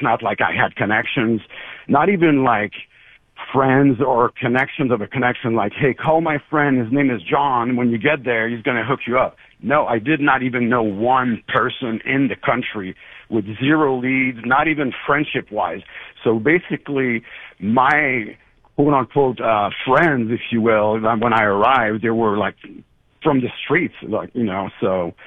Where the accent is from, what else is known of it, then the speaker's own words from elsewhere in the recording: Quebec City, Quebec, Canada; English is a second language; Yeah, so I grew up in Quebec City, which is a city called Charlebourg. So that's another challenge that I had, which was I didn't speak English that well.